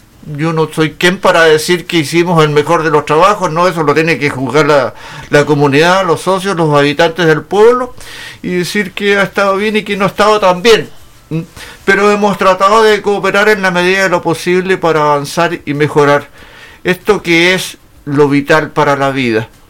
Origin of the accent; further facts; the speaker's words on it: Hornopirén, Los Lagos, Chile; born there; moved away; cuando volví definitivamente a radicarme a mi pueblo